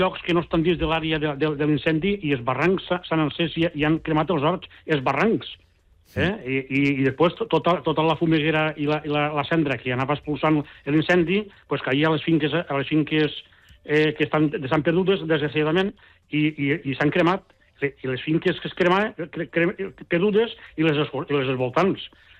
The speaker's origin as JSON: {"language": "Catalan", "town": "La Vilavella", "region": "Valencian Community", "country": "Spain", "said": "soc de la Vilavella, sí, soc el delegat de la comarca de la Plana Baixa"}